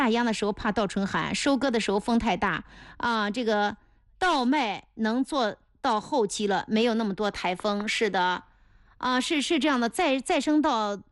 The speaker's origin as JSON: {"language": "Chinese", "region": "Anhui", "country": "China"}